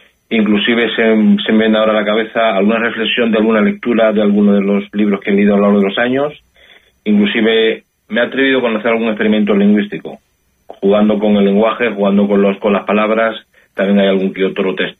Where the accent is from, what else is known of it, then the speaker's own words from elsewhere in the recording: Ceuta, Spain; los que somos de Ceuta